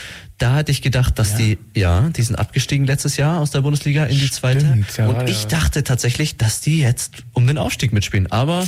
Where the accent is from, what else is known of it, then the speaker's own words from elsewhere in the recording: Dresden, Saxony, Germany; da kann man sich gar nicht beschweren, glaube ich, als Dresdner.